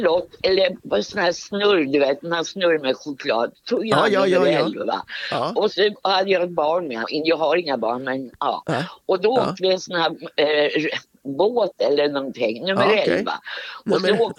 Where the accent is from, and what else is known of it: Stockholm, Stockholm County, Sweden; now in Norrköping, Sweden